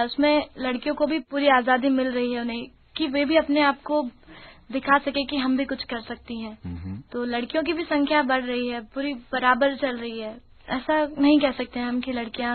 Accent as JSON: {"language": "Hindi", "town": "Indore", "region": "Madhya Pradesh", "country": "India", "tie": "born there", "said": "संतोष जी, इंदौर में ही मेरा जन्म हुआ है"}